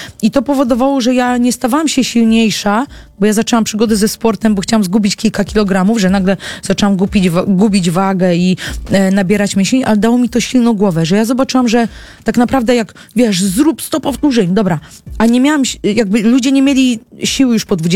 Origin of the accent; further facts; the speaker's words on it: Olsztyn, Warmian-Masurian Voivodeship, Poland; Ja jestem z Olsztyna i był Stomil Olsztyn.